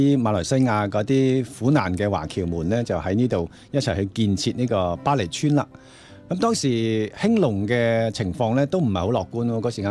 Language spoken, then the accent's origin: Cantonese; China; 喂，我哋中國人就比嗰啲咁個咩印度文化咧，就直接好多。